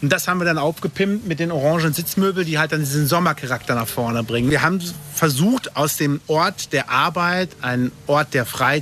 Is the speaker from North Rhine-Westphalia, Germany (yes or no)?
yes; North Rhine-Westphalia, Germany; ey, wir kommen aus dem Ruhrgebiet, wir sind im Ruhrgebiet